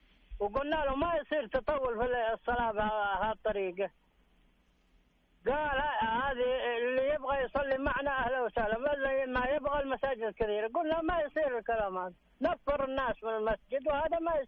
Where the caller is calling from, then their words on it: Taif, Makkah Province, Saudi Arabia; أنا أكلمك في الطائف.